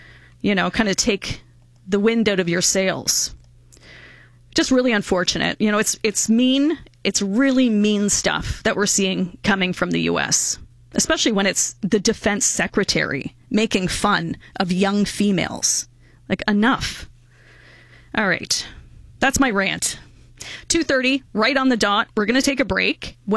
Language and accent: English; Canada; And two, because I guess because we're Canadian.